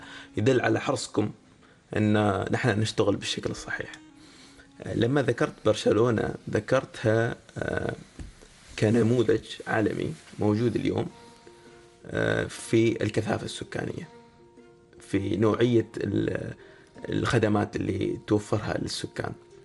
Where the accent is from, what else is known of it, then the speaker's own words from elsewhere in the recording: Oman; على هويتي أنا كعماني